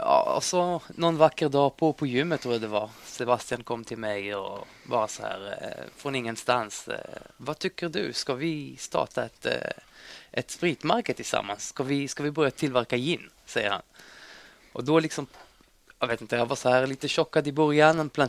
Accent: Israel; now in Stockholm, Sweden; Israel faktiskt, där jag kommer ifrån.

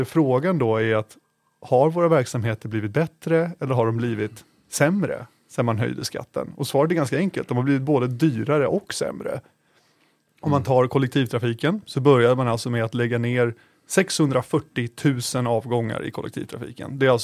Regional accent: Norrtälje, Stockholm County, Sweden; när jag var liten, när jag växte upp i Norrtälje

